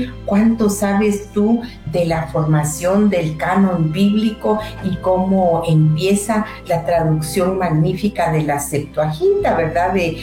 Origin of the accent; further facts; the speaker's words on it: Guatemala; nuestro papel como ciudadanos guatemaltecos.